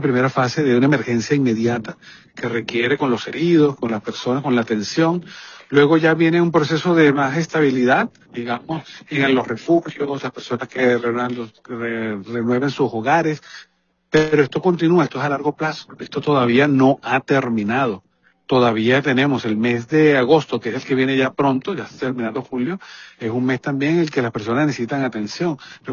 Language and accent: Spanish; Venezuela